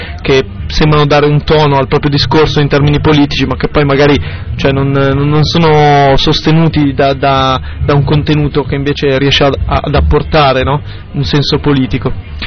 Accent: Milan, Lombardy, Italy; Io sono di Milano, non sono siciliano

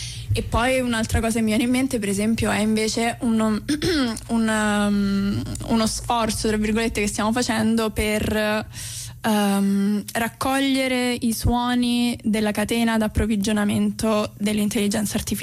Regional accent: Rome, Lazio, Italy; moved away as an adult; also born or lived in London; nessuno di noi vive nello stesso posto da cui proviene, tranne me, che okay. sono di Roma e vengo da Roma

